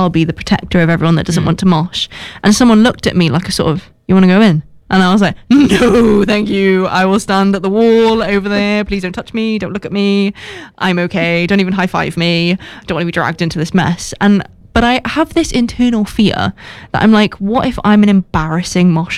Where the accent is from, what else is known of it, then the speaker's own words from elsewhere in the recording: Brecon, Wales, United Kingdom; I grew up in Brecon, so I'm like